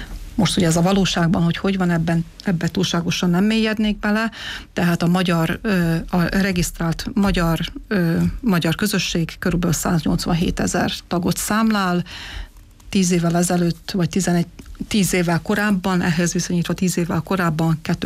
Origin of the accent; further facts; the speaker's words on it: Novi Sad, Vojvodina, Serbia; first language Hungarian; moved away; általános iskolába is, a középiskolába is magyarul tanultam, vagy magyar tagozatban jártam, viszont a Újvidéken nőttem föl, ott születtem, ott nevelkedtem, és legtermészetesebb volt ugye, hogy szerbül is tanulunk